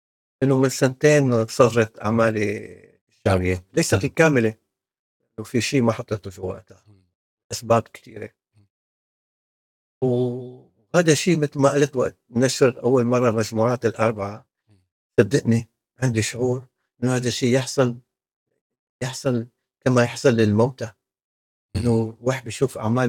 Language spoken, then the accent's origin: Arabic; Syria; انا كسوري